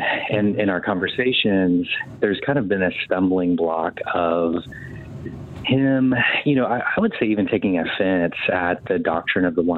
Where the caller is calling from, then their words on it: Bastrop, Texas, United States; I'm calling from a town called Bastrop in Texas.